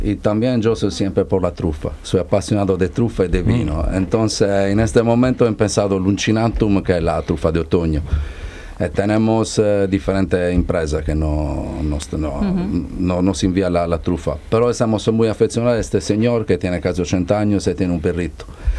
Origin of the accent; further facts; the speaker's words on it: Sardinia, Italy; Spanish is a second language; moved away; also born or lived in Rome; Y tampoco yo soy de Roma, porque yo soy de Sardegna.